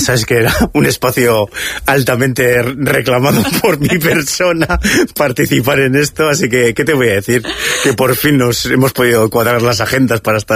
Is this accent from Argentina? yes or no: no; Barakaldo, Basque Country, Spain; born or raised there; moved away as an adult; now in Marbella, Spain